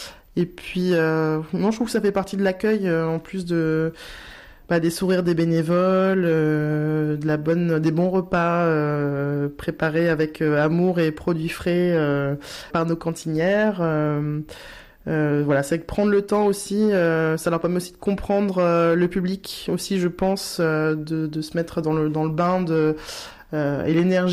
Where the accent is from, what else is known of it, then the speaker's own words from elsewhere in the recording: Saintes, Nouvelle-Aquitaine, France; je suis originaire de Saintes, j'habite ici, donc c'est vrai que j'ai envie de leur faire découvrir tout notre patrimoine.